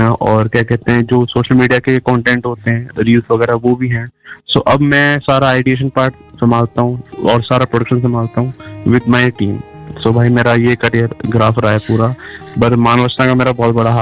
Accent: Faridabad, Haryana, India; और मैं फरीदाबाद का रहने वाला हूँ

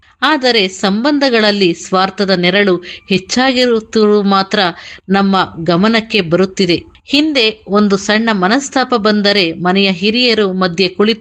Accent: Tumakuru, Karnataka, India; ನನ್ನ ಊರು ಕಲ್ಪತರುನಾಡು, ತುಮಕೂರು.

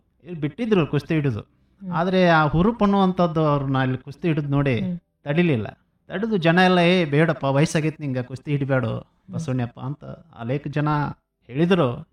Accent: Giriyal, Karnataka, India; 1981 October 28 ನನ್ನ ಜನನ ಆಯಿತು ಗಿರಿಯಾಲ್ ಗ್ರಾಮದಲ್ಲಿ, ಬೇಲಂಗಲ್ ತಾಲೂಕಿನ ಗಿರಿಯಾಲ್ ಗ್ರಾಮ. … ಮೂಲತಃ ನಮ್ಮದು ಆ ಗ್ರಾಮದಲ್ಲೇ ಒಂದಿಷ್ಟು ಅವಿವ್ಯಕ್ತ ದೊಡ್ಡ ಕುಟುಂಬ.

